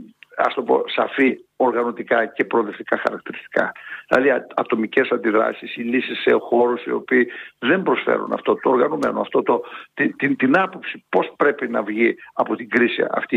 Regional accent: Elassona, Thessaly, Greece; η ιδιαίτερη πατρίδα μου, ο Δήμος που είπατε πριν που ήμουν, είναι το βόρειο τμήμα της Λάρισας, είναι ο Δήμος Ελασσόνος.

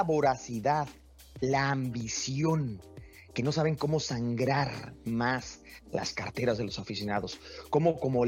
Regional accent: Mexico; en México, y te lo digo porque soy mexicano

